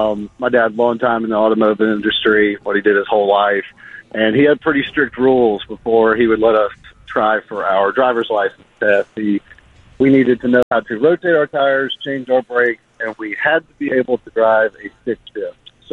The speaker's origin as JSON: {"language": "English", "town": "Memphis", "region": "Tennessee", "country": "United States", "tie": "born or raised there", "moved": "yes", "said": "and I'm from Memphis originally"}